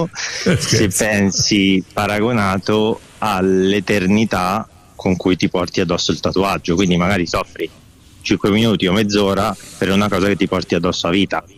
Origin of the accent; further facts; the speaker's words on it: Trieste, Friuli-Venezia Giulia, Italy; born there; also born or lived in Milan; now in Rome, Italy; Sì, sono nato a Trieste, ho vissuto a Milano, ci vengo periodicamente ogni volta che gioca l'Inter o per tatuare e vivo a Roma.